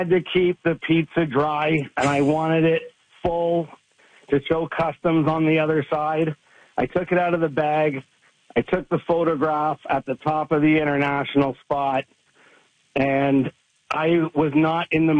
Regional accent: Windsor, Ontario, Canada; Being born and raised in Windsor, I always had, you know, just a love. It was like a treat going over there as a kid

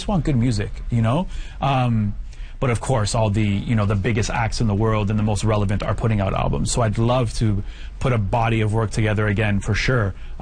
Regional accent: Canada; I mean, listen, I was born in Canada. I'm Canadian, obviously, but Portuguese runs through my blood.

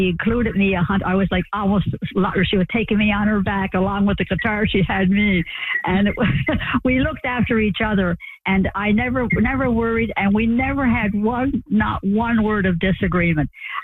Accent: Nova Scotia, Canada; because we grew up in Cape Breton Island, we had a similar culture in terms of large families, people not being well off financially, and just ordinary Joes.

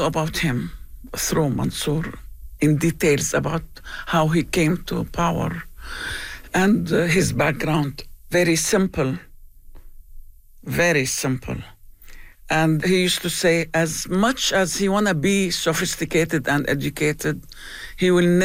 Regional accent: Damascus, Damascus Governorate, Syria; I'm from Damascus

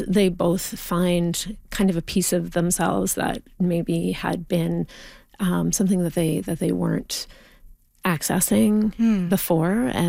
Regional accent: Ontario, Canada; born or raised there

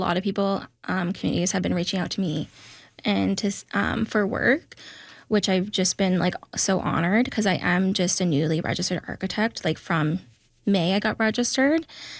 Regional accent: Wawa, Ontario, Canada; I'm the first Moose Cree architect. And then, so I come from Mishkegwok territory. And like you said, I grew up in Wawa.

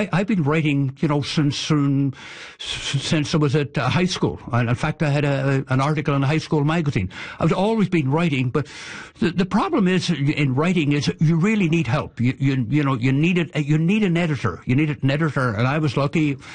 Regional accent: Northern Ireland, United Kingdom; now in Canada; I grew up in Drumoch, in the parish of Lavey, which is about 4 miles from Ballaghy.

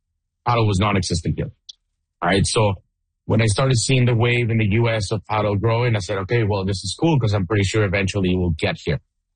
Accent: Mexico; So I was born and raised in Mexico. I was born on a tennis court in Mexico.

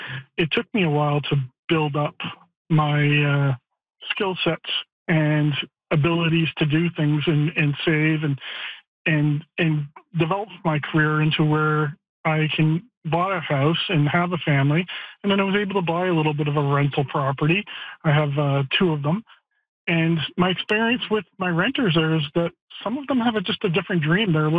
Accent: the Maritimes, Canada; also born or lived in 7 different provinces; I grew up in the Maritimes, and I've lived in 7 different provinces, and I'm a Gen Xer. I'm approaching 50.

